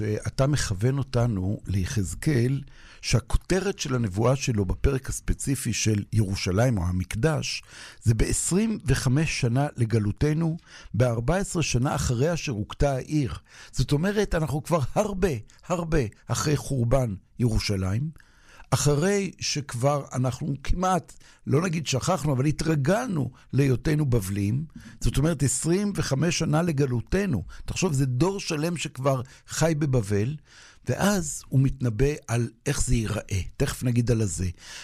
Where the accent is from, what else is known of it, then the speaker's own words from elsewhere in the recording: Jerusalem, Jerusalem District, Israel; בתור ירושלמי